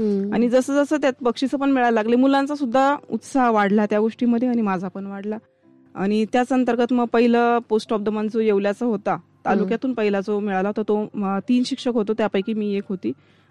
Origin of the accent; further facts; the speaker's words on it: Nashik, Maharashtra, India; माझा जन्म नाशिकचाच, पूर्ण माझं बालपण नाशिकमध्येच गेलेलं आहे. आई वडील नाशिकमध्येच राहणार आहे त्यामुळे मी प्रॉपर नाशिकची.